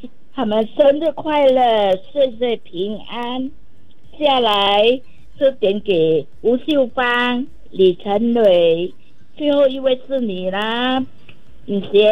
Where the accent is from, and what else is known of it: Johor Bahru, Johor, Malaysia